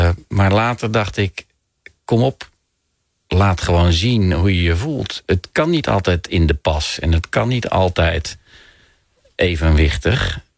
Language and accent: Dutch; Rosmalen, North Brabant, Netherlands; born there; moved away; Ik kan nog steeds naar mijn geboortedorp Rosmalen bij Den Bosch rijden, door de straat waar ik geboren ben.